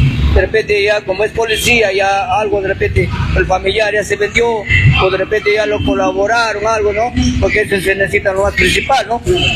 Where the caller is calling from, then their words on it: Chota, Cajamarca, Peru; somos de Chota